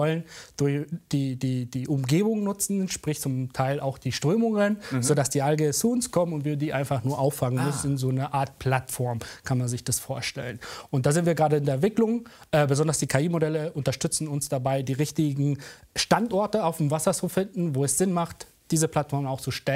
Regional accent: Mexico; moved away; Ich bin nämlich gebürtiger Mexikaner

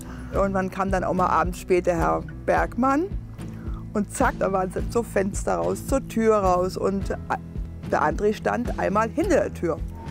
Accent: Frankenberg, Hesse, Germany; born there; now in Hemfurth, Germany; Geboren bin ich in Frankenberg. Und seit 1979 bin ich jetzt hier in Hemfurt.

